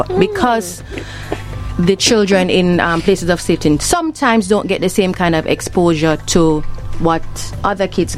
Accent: Spanish Town, Saint Catherine, Jamaica; because I'm from Spanish Town, Spain Town, St. Jay

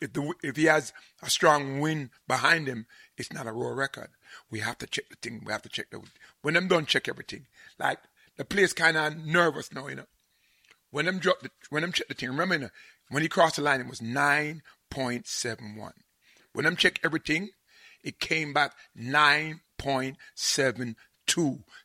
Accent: Ireland; because I'm Irish.

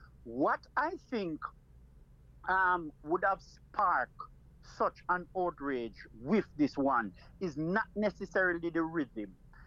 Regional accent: Jamaica; As a young boy growing up in Jamaica, One of the first instruments that I learned to play was the banjo.

